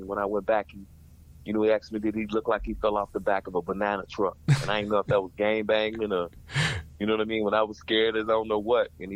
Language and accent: English; Chicago, Illinois, United States; I come from Chicago. I come from around some Suge type dudes from Chicago